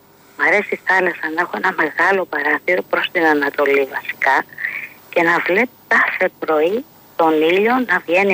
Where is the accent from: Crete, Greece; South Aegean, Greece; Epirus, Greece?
Epirus, Greece; Ioannina; also born or lived in Peloponnese; επειδή κατάγομαι και από τα Γιάννενα, ο μπαμπάς δηλαδή από την Ήπειρο, ναι, και η μαμά από Πελοπόννησο, και αυτά τα δύο, οι δύο τόποι, έχω ζήσει σε αυτούς τους δύο τόπους και από μικρό παιδί